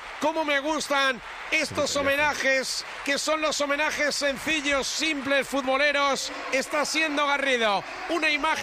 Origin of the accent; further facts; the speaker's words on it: Santa Cruz del Valle, Castile and León, Spain; llevo a orgullo que di el pregón de las fiestas de mi pueblo, ya Santa Cruz de Valle, y con eso cumplí.